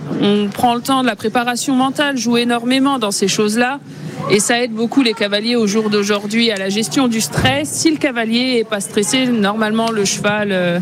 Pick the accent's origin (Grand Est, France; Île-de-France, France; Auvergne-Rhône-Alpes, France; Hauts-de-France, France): Grand Est, France; Suisse; Oui, j'habite à Suisse, qui est à un quart d'heure, 20 minutes d'Elvange.